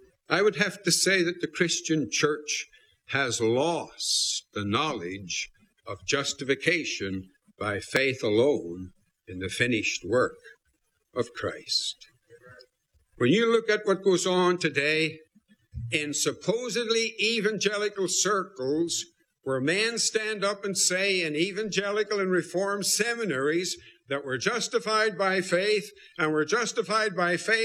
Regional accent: Belfast, Northern Ireland, United Kingdom; They had a funeral for him in Belfast, my hometown.

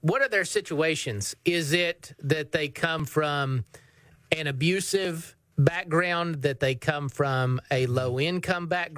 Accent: Greeneville, Tennessee, United States; I grew up in Greenville, and our church that I grew up in, Love's Memorial, is part of the Holston Conference

